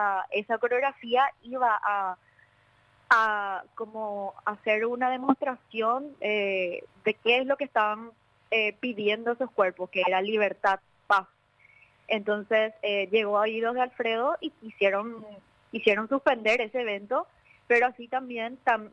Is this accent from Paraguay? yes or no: yes; Paraguay; Camila y yo, somos paraguayas